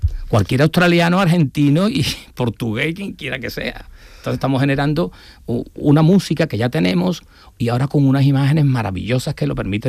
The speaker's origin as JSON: {"language": "Spanish", "town": "Hinojos", "region": "Andalusia", "country": "Spain", "said": "Hinojo es un pueblo muy pequeño. Entonces, ya sabéis que lindamos con Almonte en el arroyo del Anjolí o en Caño Marín, según se entienda"}